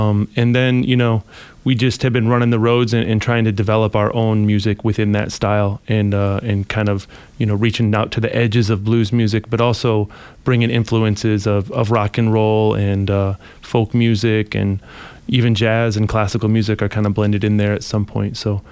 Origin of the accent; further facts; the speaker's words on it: Cadillac, Michigan, United States; also born or lived in Dubuque, Iowa; now in Europe; I was actually born in Dubuque over on the Mississippi, but I grew up in Cadillac. I moved to Cadillac back in '89. So I've been from northern Michigan most of my life.